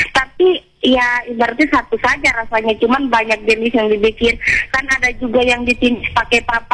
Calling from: Southeast Sulawesi, Indonesia; Itu makanan khas kami di Buton Tengah.

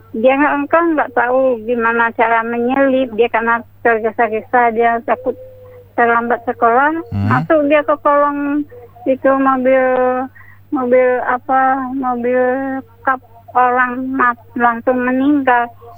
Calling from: West Sumatra, Indonesia; Solo Batipuh bawah

